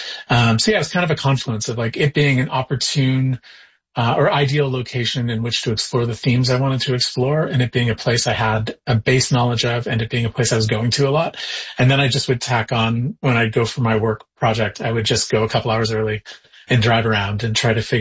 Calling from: Cape Breton, Nova Scotia, Canada; I am calling you from Cape Breton today.

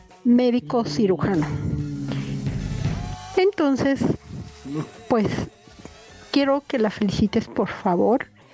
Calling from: Mexico City, Mexico; te escucho en Azcapotzalco.

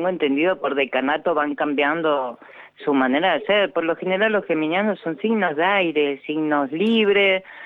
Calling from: Mendoza, Argentina; Saludos desde Mendoza

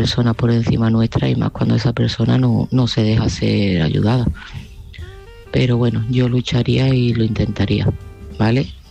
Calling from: Seville, Andalusia, Spain; de Sevilla

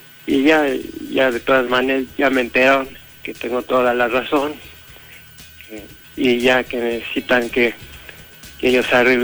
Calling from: Mexico City, Mexico; Y la Ciudad de México, en Benito Juárez.

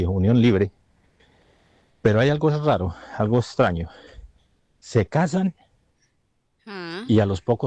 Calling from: Spain; estoy llamando desde España.

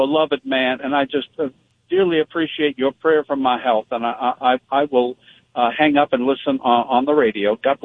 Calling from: Michigan, United States; I'm calling from Michigan on the road here

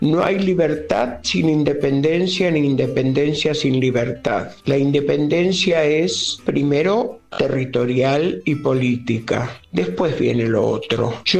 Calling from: Floresta, Buenos Aires, Argentina; de Floresta.

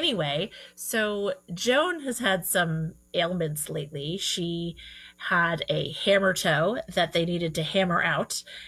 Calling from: Newtown, Pennsylvania, United States; And so here I am dialing in from Newtown, Pennsylvania.

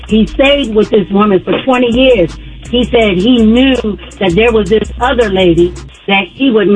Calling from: Hemingway, South Carolina, United States; I'm calling from Hemingway, South Carolina.

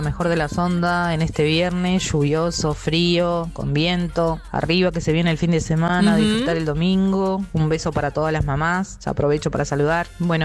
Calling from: San José de Mayo, San José, Uruguay; de San José

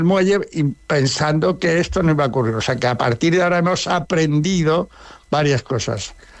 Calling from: Madrid, Community of Madrid, Spain; Yo soy de Madrid.

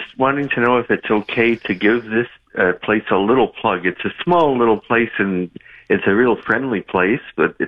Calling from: Montreal, Quebec, Canada; From Verdun, West End Verdun.

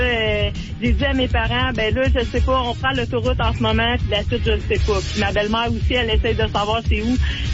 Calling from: Trois-Rivières, Quebec, Canada; Ben, nous, on vient du coin de Trois-Rivières.

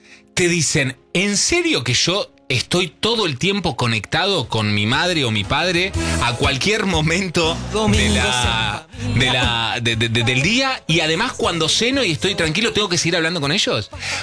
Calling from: Castelar, Buenos Aires Province, Argentina; buenas tardes, gente linda de Rivadavia. … de Castelar. Tengo 63 pirulos.

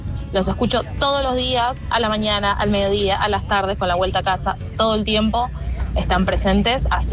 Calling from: Argentina

